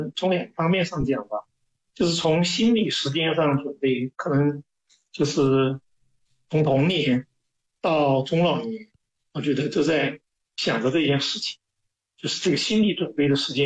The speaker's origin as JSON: {"language": "Chinese", "town": "Chengdu", "region": "Sichuan", "country": "China", "tie": "born or raised there", "said": "我出生在成都，成都呢是四川盆地的中心，四边环绕着高山高原。就我小时候啊，就知道我们离海洋、离海岸线是特别遥远。"}